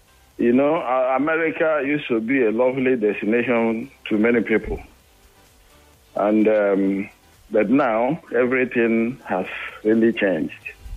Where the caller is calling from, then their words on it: Lagos, Nigeria; from Victoria Island.